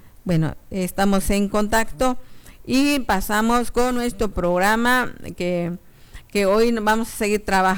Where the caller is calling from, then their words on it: San Martín Chalchicuautla, San Luis Potosí, Mexico; first language Nahuatl; de este San Martín Chalchicuautla